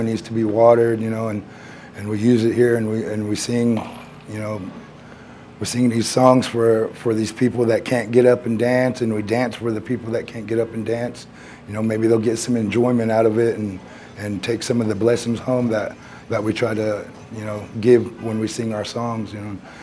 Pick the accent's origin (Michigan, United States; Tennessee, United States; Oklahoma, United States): Oklahoma, United States; Ponca City; Originally, I'm from Ponca City.